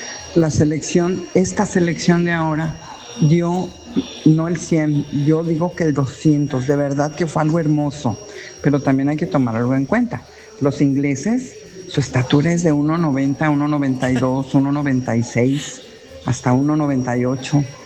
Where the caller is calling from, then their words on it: Mexico; Seguimos siendo mexicanos de corazón